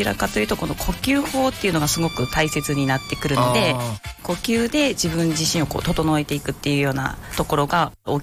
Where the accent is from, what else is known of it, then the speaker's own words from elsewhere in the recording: Iwaki, Fukushima, Japan; ずっと生まれも育ちもいわきです。